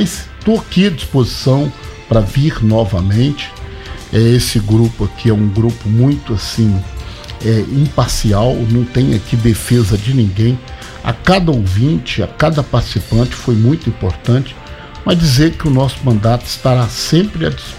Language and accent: Portuguese; Brazil; eu sou otimista, que eu sou brasileiro